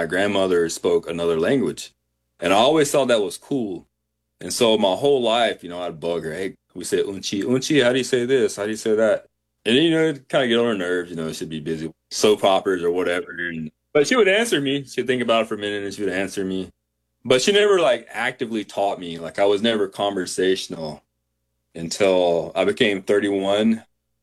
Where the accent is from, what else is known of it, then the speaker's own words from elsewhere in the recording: Georgia, United States; born there; I was born in Georgia, so I've always been a huge Georgia Bulldog fan.